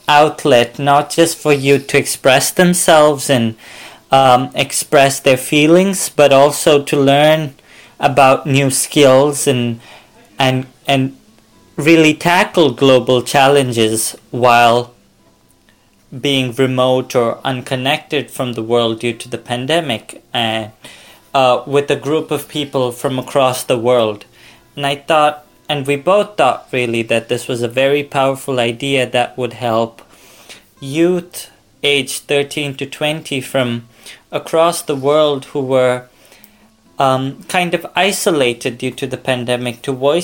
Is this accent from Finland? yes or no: yes; Finland; I'm here from Finland, and it's 5 in the evening for me.